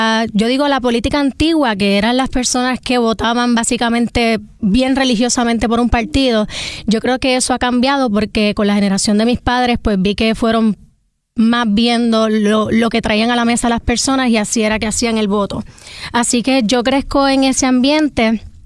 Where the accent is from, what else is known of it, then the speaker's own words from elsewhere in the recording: Puerto Rico; Soy una puertorriqueña como cualquier persona que se levanta todos los días cuestionándose las cosas que ocurren en su país